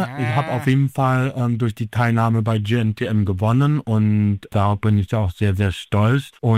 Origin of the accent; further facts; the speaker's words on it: Neubrandenburg, Mecklenburg-Vorpommern, Germany; Na klar, bleibt Neubrandenburg in meiner Heimatstadt, im Herzen auch vor allem, weil meine Familie wohnt ja dort.